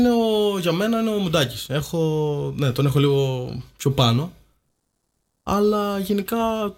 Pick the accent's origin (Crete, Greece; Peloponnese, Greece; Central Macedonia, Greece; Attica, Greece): Crete, Greece; Makrygialos; now in Siteia, Greece; Λοιπόν, είμαι από το Μακρύγιαλο Σιτίας, αλλά κατοικώ στη Σιτία.